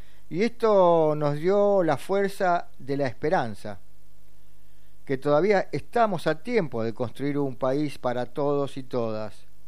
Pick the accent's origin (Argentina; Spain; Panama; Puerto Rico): Argentina